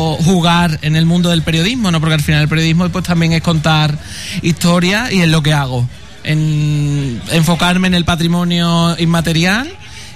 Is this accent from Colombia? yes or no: no; Cazalla de la Sierra, Andalusia, Spain; una asociación que se ha creado en mi pueblo con la idea de aunar a todos los artesanos de Cazalla